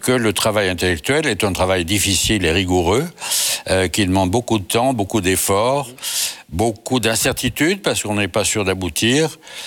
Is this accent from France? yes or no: yes; Saint-Étienne, Auvergne-Rhône-Alpes, France; Alors, je suis originaire d'une ville en sinistrée, qui est Saint-Étienne, qui jadis était une ville, quand j'étais enfant, très prospère